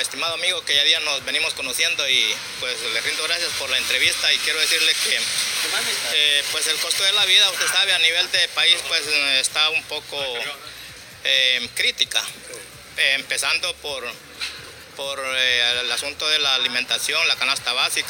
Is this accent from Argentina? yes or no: no; Esquipulas del Norte, Olancho, Honduras; yo soy nacionalista de Esquipulas del Norte